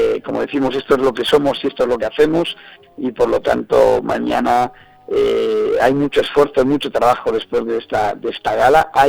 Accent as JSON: {"language": "Spanish", "area": "Zamora", "region": "Castile and León", "country": "Spain", "said": "todos los que somos zamoranos"}